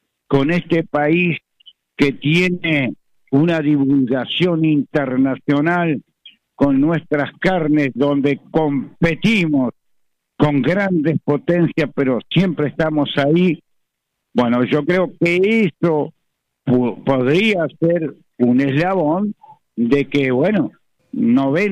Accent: Uruguay

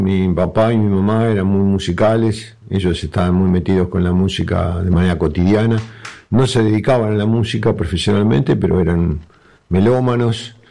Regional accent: Quilmes, Buenos Aires Province, Argentina; Yo soy nacido en Quilmes, me inicié en la música acá en Quilmes. Viví unos cuantos años afuera de Argentina, en realidad, pero siempre que volvía a mi país, volví a Quilmes

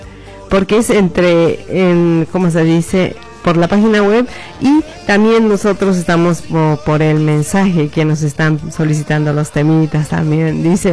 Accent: Bolivia

